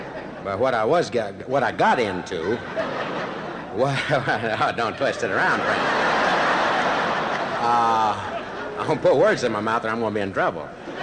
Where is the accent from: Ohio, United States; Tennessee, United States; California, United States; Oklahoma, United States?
Ohio, United States; I'm from Ohio